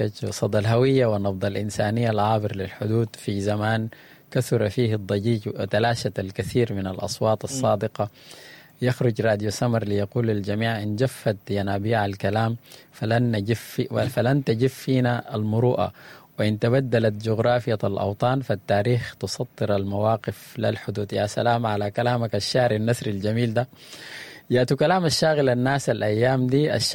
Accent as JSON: {"language": "Arabic", "country": "Sudan"}